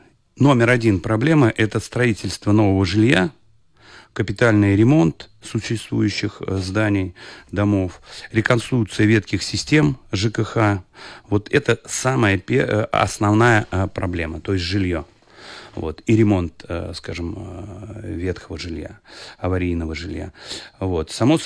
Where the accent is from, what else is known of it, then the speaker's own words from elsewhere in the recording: Mordovia, Russia; я у себя на малой родине, в Мордовии.